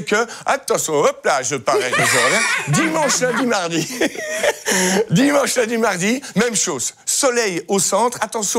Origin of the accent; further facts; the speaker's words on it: Belgium; On est belge, on aime la Belgique